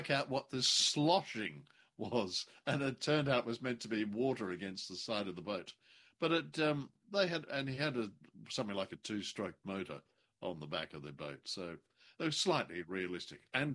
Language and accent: English; Australia